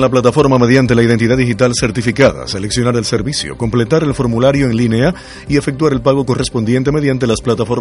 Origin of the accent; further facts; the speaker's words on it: Holguín, Cuba; Yo soy santiaguero. Aunque soy de la provincia de Holguín